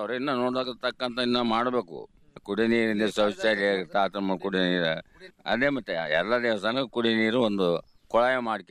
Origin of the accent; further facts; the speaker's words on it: Eganur, Karnataka, India; Eganur temple ಅಂದ್ರೆ ನಮ್ಮ ಏಗನೂರ್ ಅದು